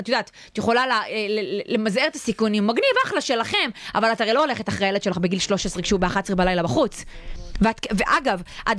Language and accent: Hebrew; Kfar Tavor, Northern District, Israel; אני גדלתי במושב, אם הייתי מעיזה, ואתה יודע, זה נורא קל. ארזדרים, כולם בכפר תבור היו על ארזדרים.